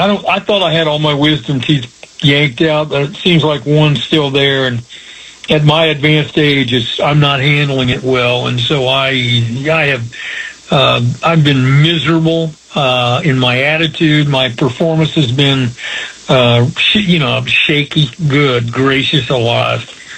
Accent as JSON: {"language": "English", "town": "Plainfield", "region": "Indiana", "country": "United States", "tie": "born or raised there", "said": "it goes back to when I was a kid, growing up in Plainfield"}